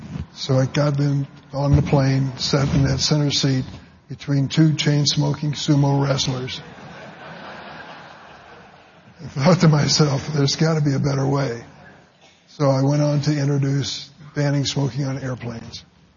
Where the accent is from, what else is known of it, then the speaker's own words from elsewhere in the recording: East St. Louis, Illinois, United States; When I was growing up in East St. Louis, Illinois, my father got sick with lung cancer.